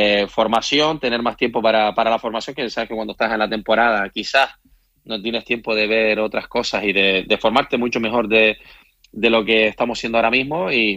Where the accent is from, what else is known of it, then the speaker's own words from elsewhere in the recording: Canary Islands, Spain; como canario y como habitante de la isla